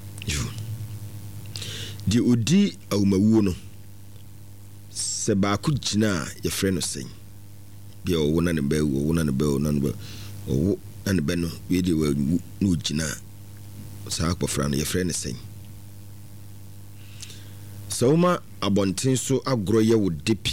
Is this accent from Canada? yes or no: no; England, United Kingdom; I'm English.